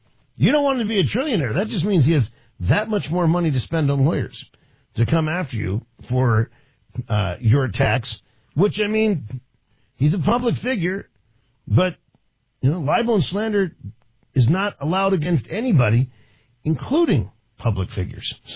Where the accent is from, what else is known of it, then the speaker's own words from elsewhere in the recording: Washington, District of Columbia, United States; I grew up in Washington, D.C.